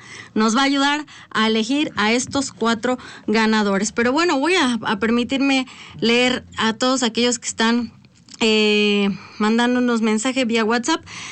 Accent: Mexico; lo que producimos como mexicanos y nuestro territorio

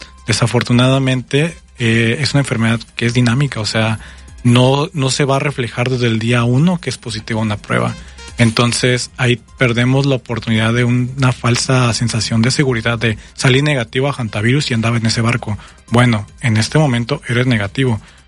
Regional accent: Mexico; nosotros como población mexicana

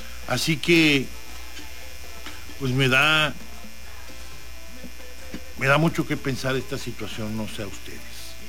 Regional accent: Mexico; debemos nosotros impulsar como mexicanos que también se integre en nuestro país.

